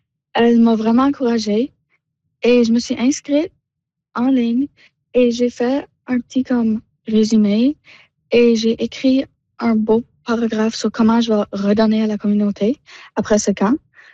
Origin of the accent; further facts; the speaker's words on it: Halifax, Nova Scotia, Canada; Je viens d'une communauté à Halifax qui s'appelle Bedford.